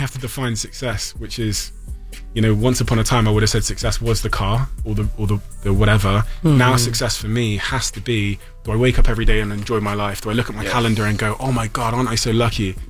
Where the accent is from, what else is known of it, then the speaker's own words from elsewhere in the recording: Plymouth, South West England, United Kingdom; also born or lived in Botswana; I was born in Africa, in Botswana, moved to the UK. I have a Nigerian mother. We were the only black family in the area. There was no, you know, Plymouth in 1994.